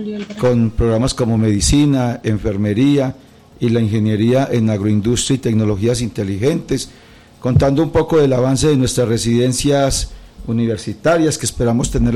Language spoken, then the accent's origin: Spanish; Samaná, Caldas, Colombia; y hoy aquí en Samaná, en mi pueblo